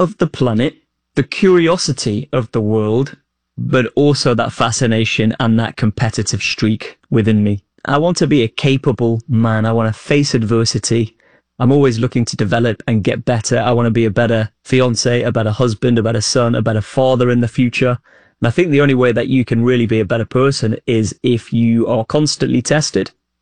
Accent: Old Colwyn, Wales, United Kingdom; growing up in North Wales in Old Colwyn, you know, a place no one really knows

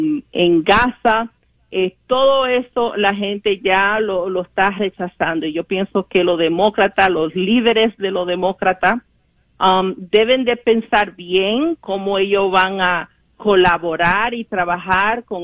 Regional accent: Dominican Republic; yo voy a decir personalmente como dominicana, me da vergüenza de oír mucha de la crítica que han hecho personas que están aliados al congresista Espaillat

